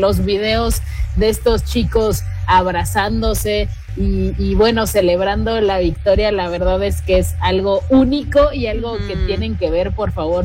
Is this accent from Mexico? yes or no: yes; Mexico